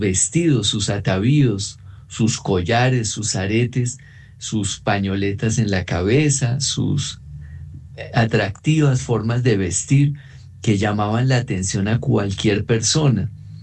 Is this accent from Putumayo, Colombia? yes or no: no; Bogotá, Colombia; born there; cuando era niño y en Bogotá se veían muchísimas gitanas.